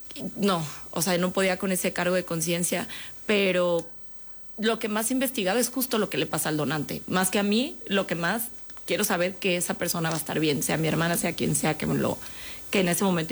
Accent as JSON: {"language": "Spanish", "town": "Guadalajara", "region": "Jalisco", "country": "Mexico", "lives_now": "Mexico City, Mexico"}